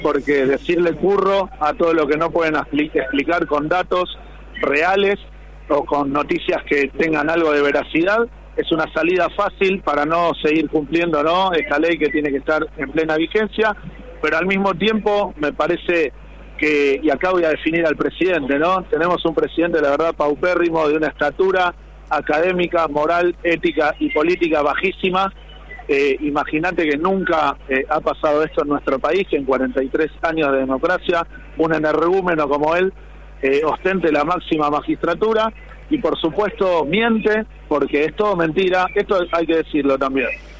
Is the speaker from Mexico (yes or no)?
no; Argentina